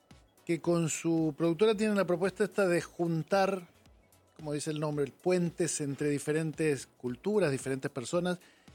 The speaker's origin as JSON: {"language": "Spanish", "country": "Argentina", "said": "Soy argentino."}